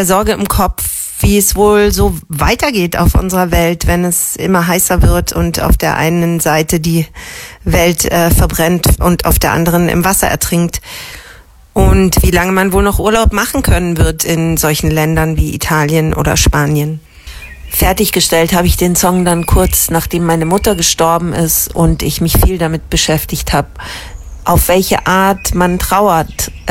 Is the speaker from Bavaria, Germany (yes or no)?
yes; Munich, Bavaria, Germany; moved away as an adult; now in Berlin, Germany; Ich komme ursprünglich aus München. Ich bin jahrelang in der Münchner Musikszene groß geworden und der auch sehr stark verbunden. Ich habe auch Familie noch in München, bin aber 2011 nach Berlin gezogen, um mich neu zu orientieren musikalisch.